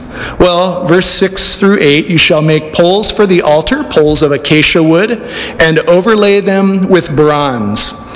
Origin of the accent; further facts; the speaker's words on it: North Shore, Hawaii, United States; growing up on the North Shore, I spent a lot of time actually on ranches out there. My parents' old friends lived on ranches in Mokulia area and stuff